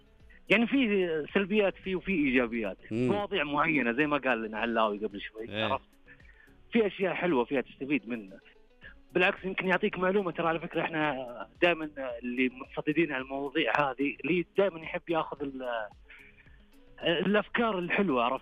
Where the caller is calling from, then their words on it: Abha, Asir, Saudi Arabia; أنا أكلمك من أبها